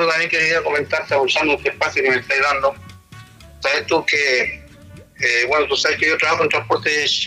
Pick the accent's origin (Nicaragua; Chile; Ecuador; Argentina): Chile; Cañete, Biobío; moved away; yo también era Cañete, y Cañete también se escucha. Cuando era chico era Cañete. Entonces, un saludo para Cañete, para mi pueblo donde yo me crié.